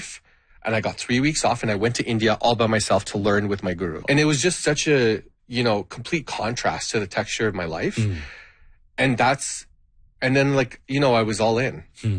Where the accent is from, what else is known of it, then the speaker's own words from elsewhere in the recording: Canada; born there; first language Gujarati; English is a second language; That's my mother tongue. Even though I'm born in Canada, my first language was Gujarati.